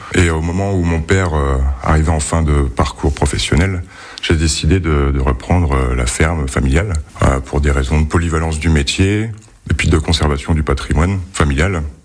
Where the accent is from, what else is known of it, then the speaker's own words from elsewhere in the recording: Grand Est, France; de Vaux-de-Saint-Cours à la base. Du village natal de mon père, et actuellement on a déménagé depuis quelques années déjà à Sainte-Marie-Appy, village natal de ma mère.